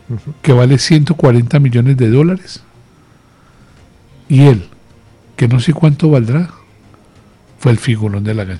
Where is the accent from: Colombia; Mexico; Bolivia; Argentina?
Colombia; Bogotá; Y como soy de Bogotá, entonces...